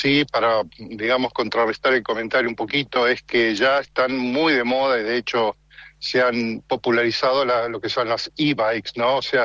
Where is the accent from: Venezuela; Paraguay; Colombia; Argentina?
Argentina; El Talar, Buenos Aires Province; moved away as an adult; also born or lived in Italy; Yo soy de zona norte de Gran Buenos Aires, sí. Específicamente soy del Talar, que está al lado de General Pacheco.